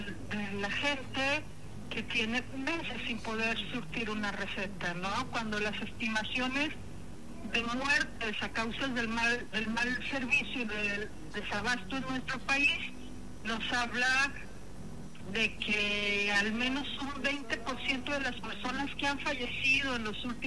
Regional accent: Mexico; Y creo que como mexicanos, nuestro mayor problema, más allá de lo de salud, es que hemos estado eligiendo políticos que prefieren vivir de narrativas

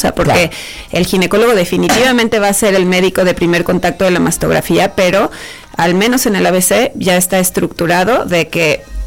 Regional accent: San Luis Potosí, Mexico; moved away; Por ejemplo, yo crecí en San Luis Potosí, ¿no? Ahí estudié medicina

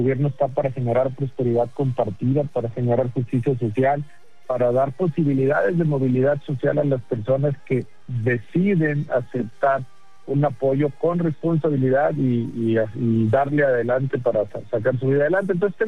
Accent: Nuevo León, Mexico; conozco el ADN de Nuevo León, soy de Nuevo León, soy el único aspirante que es auténticamente de Nuevo León

